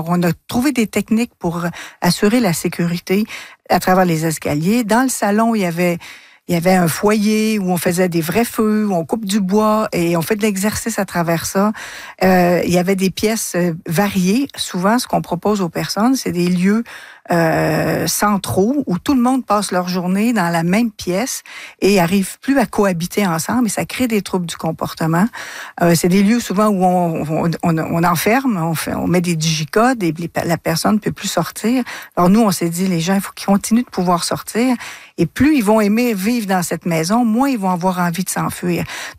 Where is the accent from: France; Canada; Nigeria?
Canada; Trois-Rivières, Quebec; moi, je suis de Trois-Rivières